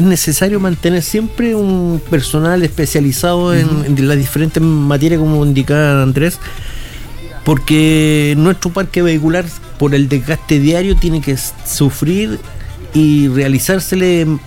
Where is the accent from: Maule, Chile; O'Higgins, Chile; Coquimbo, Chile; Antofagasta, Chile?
Antofagasta, Chile; Yo soy de Antofagasta, pero la plaza está en Santiago